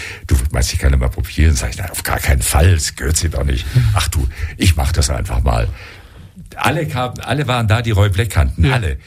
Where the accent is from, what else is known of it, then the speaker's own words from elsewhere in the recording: Belgium; Nur offenbar habe ich vom Dialekt her, vom Anklang her, etwas, was mich als Belgier outet. Für einen Deutschen werde ich eigentlich selten gehalten.